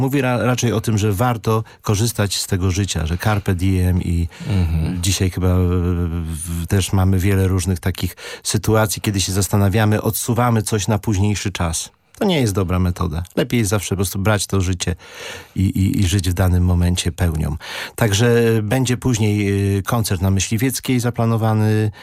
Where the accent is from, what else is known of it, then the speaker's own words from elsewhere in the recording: Gdynia, Pomeranian Voivodeship, Poland; Mamy stulecie miasta Gdyni, miasta, z którego no, pochodzimy, z którym jesteśmy wszyscy związani od dziecka.